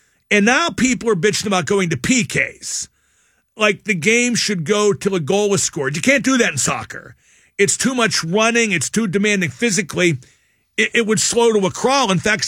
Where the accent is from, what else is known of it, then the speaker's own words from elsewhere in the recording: United States; And I'm American